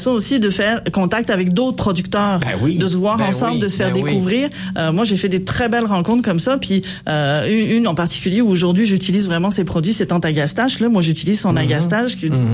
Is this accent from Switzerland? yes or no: no; France; moi, je suis française. Donc, chez nous, c'est une culture, le marché.